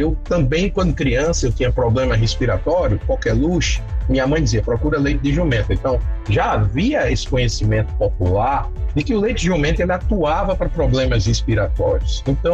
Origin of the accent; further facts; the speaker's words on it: Northeast Region, Brazil; Eu sou do Nordeste